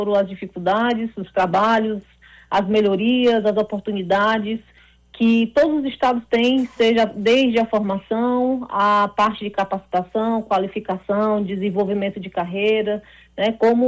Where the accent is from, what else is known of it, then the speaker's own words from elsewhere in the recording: Ceará, Brazil; born there; agora poder estar fazendo isso em prol da arbitragem cearense, que foi de onde eu nasci.